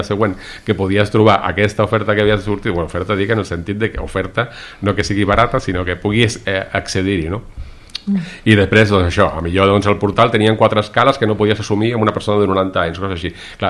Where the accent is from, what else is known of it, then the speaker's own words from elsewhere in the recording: Catalonia, Spain; now in Caldes, Spain; encara tinc sort que sóc heterosexual i sóc blanc i sóc català